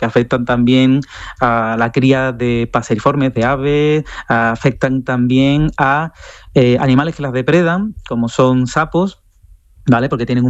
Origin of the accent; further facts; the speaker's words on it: Sanlúcar de Barrameda, Andalusia, Spain; Sanlúcar, de donde soy yo